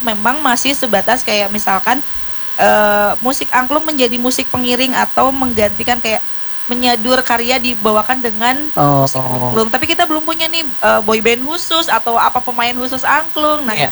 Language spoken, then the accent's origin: Indonesian; West Java, Indonesia; Kita orang Sunda punya nada sendiri namanya Damina Tilada.